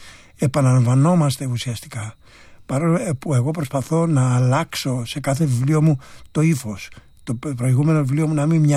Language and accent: Greek; South Aegean, Greece; also born or lived in Antiparos; Εγώ είμαι νησιώτης, κατάγομαι από τη Σύρο και την Αντίπαρο και κατάγομαι από μια ναυτική οικογένεια.